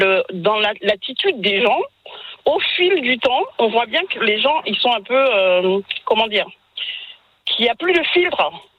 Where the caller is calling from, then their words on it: France; Je suis française.